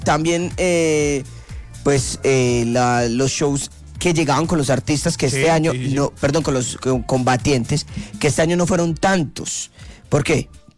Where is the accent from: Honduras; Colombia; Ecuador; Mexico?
Colombia; Medellín, Antioquia; Yo soy de Medellín